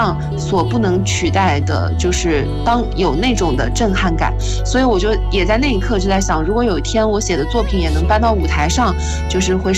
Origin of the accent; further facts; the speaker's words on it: Nanjing, Jiangsu, China; 我其实是从小出生在南京